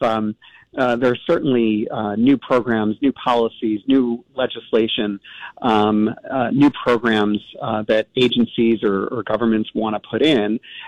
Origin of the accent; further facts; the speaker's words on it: New York, United States; You know, I'm born and bred in New York